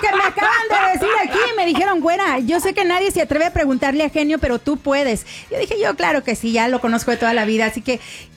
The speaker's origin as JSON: {"language": "Spanish", "region": "Antioquia", "country": "Colombia", "said": "Pero pues como somos paisas, tú sabes que decimos, sí llego."}